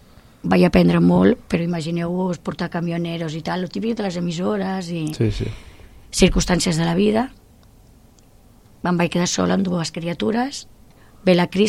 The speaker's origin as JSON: {"language": "Catalan", "town": "El Prat de Llobregat", "region": "Catalonia", "country": "Spain", "tie": "born or raised there", "said": "Jo sóc nascuda al Prat de Llobregat, i el Prat de Llobregat ara és tota una ciutat, és molt emblemàtica. I abans no, abans érem els pagesos del cercle de metropolità de Barcelona"}